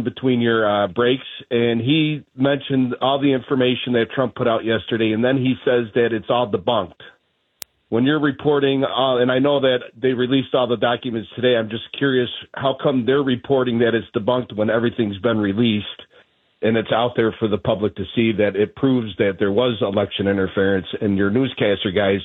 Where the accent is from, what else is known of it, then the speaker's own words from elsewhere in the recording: Chicago, Illinois, United States; now in Camden, United States; I'm originally from Chicago, so it was a big change for me, but I'm glad we did it.